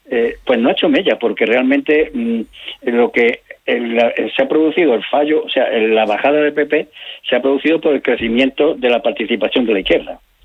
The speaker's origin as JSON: {"language": "Spanish", "town": "Córdoba", "region": "Andalusia", "country": "Spain", "tie": "born or raised there", "said": "Yo me crié en un patio en San Basilio."}